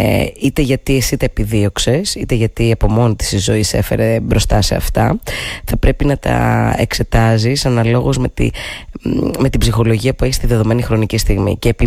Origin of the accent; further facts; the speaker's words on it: Thessaloniki, Central Macedonia, Greece; moved away; εννοώ εγώ ρε παιδάκι μου και κάποιοι άλλοι φίλοι μου που φύγαμε από τη Θεσσαλονίκη και ήρθαμε στην Αθήνα και μετά εμένα η ζωή με έστειλε ακόμη πιο κάτω.